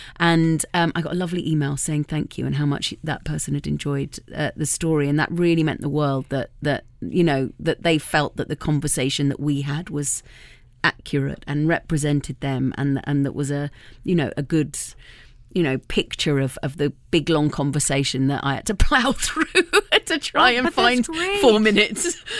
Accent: United Kingdom; now in United States; I'm British

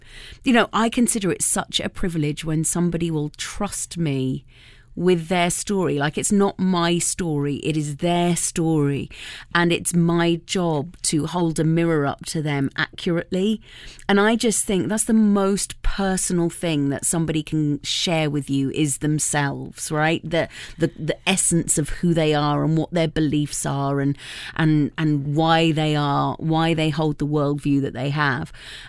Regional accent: United Kingdom; now in United States; I'm British

